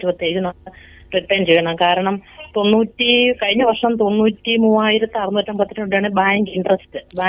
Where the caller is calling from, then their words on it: Kottayam, Kerala, India; Madam, ഞാൻ കോട്ടയത്തിൽ നിന്നാണ്.